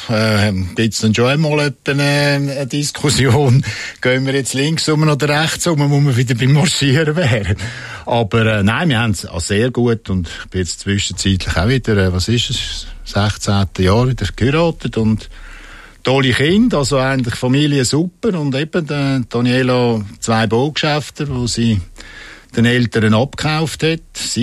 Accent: Zurich, Switzerland; Aber mit den Bündner war wirklich lässig gewesen, auch als Zürcher.

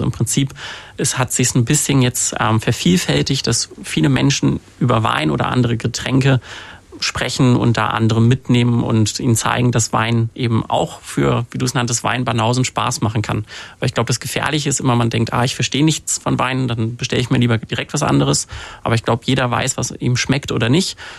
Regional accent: Cologne, North Rhine-Westphalia, Germany; Ich komme aus Köln.

